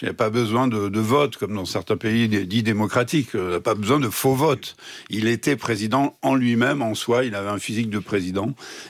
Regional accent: Saint-Quentin, Hauts-de-France, France; born there; Là, je reviens j'étais à Saint-Quentin, ma ville natale

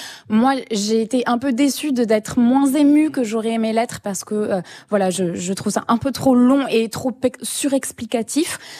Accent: France; qu'en tant que français, on soit trop concentré sur ce film.

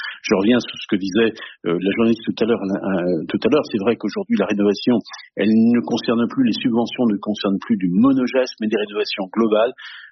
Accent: Brittany, France; Voilà, je suis breton, c'est pour ça que je suis un chauveur.

